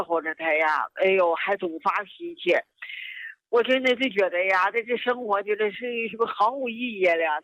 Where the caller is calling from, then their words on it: Baoding, Hebei, China; 我是河北保定这儿的呀。